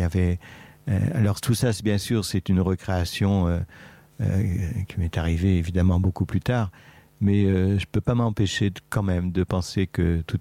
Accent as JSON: {"language": "French", "region": "western France", "country": "France", "said": "moi, je viens d'une région, c'était les Chouans."}